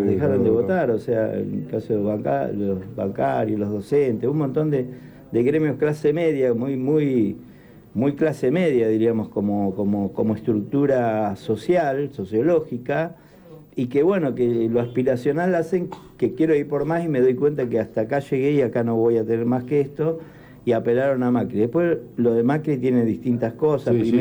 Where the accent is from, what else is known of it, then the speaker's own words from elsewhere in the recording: Buenos Aires Province, Argentina; Yo soy muy bonaerense